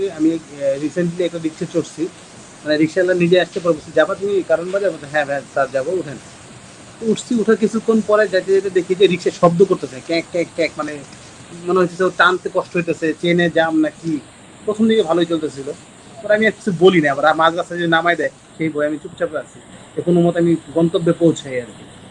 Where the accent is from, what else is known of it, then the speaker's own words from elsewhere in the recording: Lakshmipur, Chittagong Division, Bangladesh; now in Dhaka, Bangladesh; আমার দেশের বাড়ি হচ্ছে মানে এক কথায় বলতে গেলে নোয়াখালী, আর দুই কথা বলতে গেলে মানে একটু এড়াই যেতে গেলে লক্ষ্মীপুর